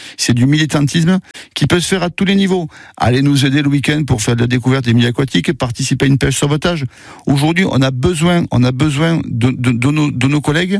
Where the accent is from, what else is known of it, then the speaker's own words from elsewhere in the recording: Occitanie, France; Je suis petit-fils de meunier et de mineur. J'ai grandi en Cévennes, d'où mon accent un petit peu marqué.